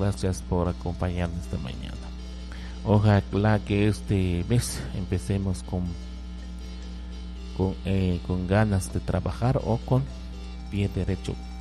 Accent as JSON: {"language": "Spanish", "town": "Senahú", "region": "Alta Verapaz", "country": "Guatemala", "said": "Guatemala, zona 5, estoy viendo, soy de Senaú, Alta Verapaz."}